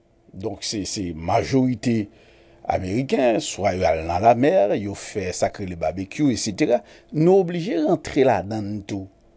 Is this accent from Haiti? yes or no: yes; Haiti; On se dit on est haïtien, tout simplement parce qu'on est né en Haïti.